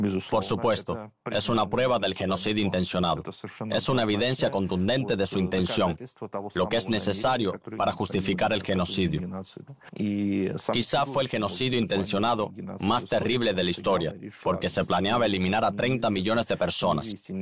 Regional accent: Saint Petersburg, Russia; Leningrado es mi ciudad natal.

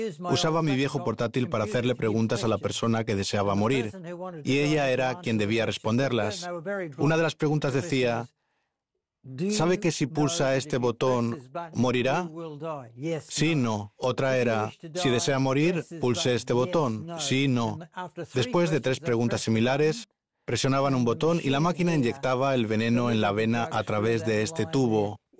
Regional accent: Australia; now in Amsterdam, Netherlands; soy de Australia. Aunque ahora vivo en Ámsterdam, en los Países Bajos

